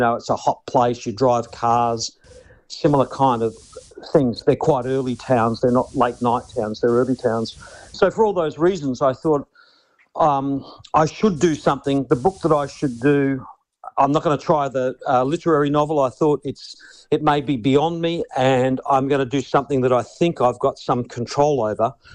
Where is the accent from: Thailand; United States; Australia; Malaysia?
Australia; Perth, Western Australia; they'll likely come from my home state, Perth